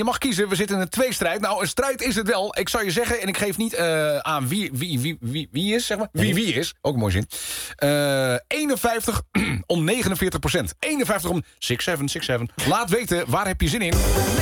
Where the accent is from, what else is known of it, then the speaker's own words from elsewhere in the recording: Friesland, Netherlands; Ik ben ook een Fries, hè.